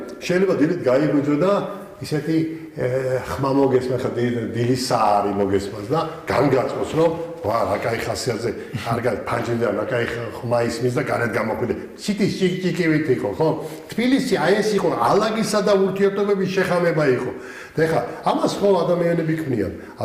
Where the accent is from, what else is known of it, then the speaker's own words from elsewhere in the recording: Tbilisi, Georgia; ეხა თბილისში მე და ისე ძველობაში დავიბადე და რიყალაძეში დავიბადე. ამაზე ძველი უბანი არ არსებობს. მე ისეთი მკვიდრი ბინადარი ვარ თბილისში.